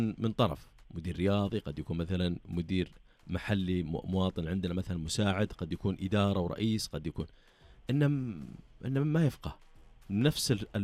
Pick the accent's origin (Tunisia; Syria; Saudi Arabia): Saudi Arabia